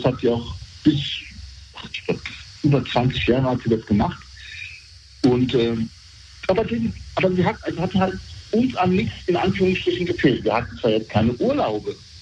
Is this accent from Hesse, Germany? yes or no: yes; Bad Soden am Taunus, Hesse, Germany; Ja, wir sind in Bad Soden am Taunus groß geworden und jeder kannte ihn halt durch seinen Job.